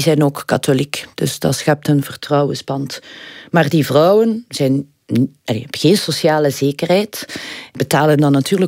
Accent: Flanders, Belgium; moved away as an adult; now in Barcelona, Spain; Komen mijn Vlaamse, Belgische trekjes naar boven.

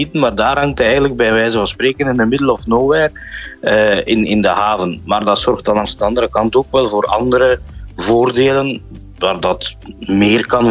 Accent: Flanders, Belgium; En dat is niet in elke toren in bij ons in Vlaanderen zo.

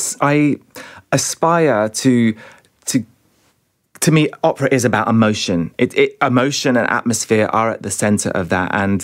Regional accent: United Kingdom; I'm a British composer.

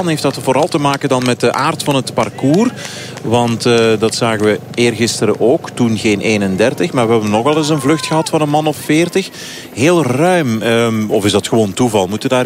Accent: Belgium; wij natuurlijk als Belgen bekijken dat door die Belgische bril.

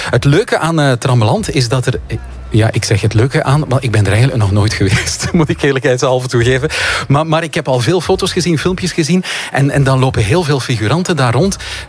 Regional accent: Ostend, Flanders, Belgium; Ik ben van Oostende, dus zover is het niet.

